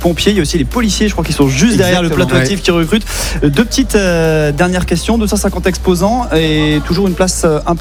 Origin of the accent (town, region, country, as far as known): Saint-Étienne, Auvergne-Rhône-Alpes, France